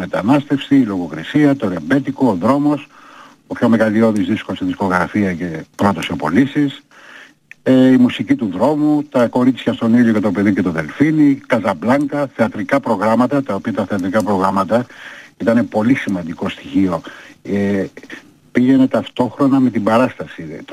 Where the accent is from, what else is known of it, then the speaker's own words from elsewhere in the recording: Athens, Attica, Greece; Στην πλατεία Βικτωρίας, στην οποία τη θεωρώ τη δεύτερη μου πατρίδα.